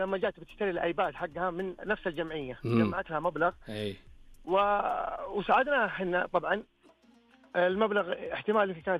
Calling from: Jeddah, Makkah Province, Saudi Arabia

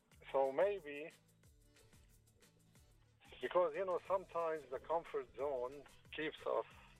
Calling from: Riyadh, Riyadh Province, Saudi Arabia; calling from Riyadh.

